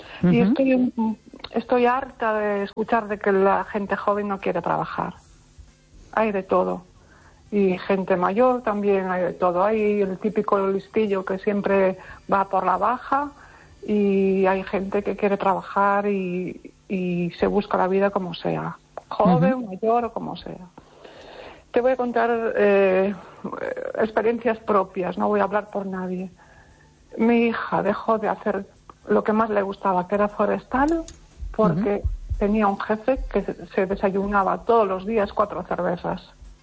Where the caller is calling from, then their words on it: Pontevedra, Galicia, Spain; Hola, buenas noches, Esther. … de Pontevedra.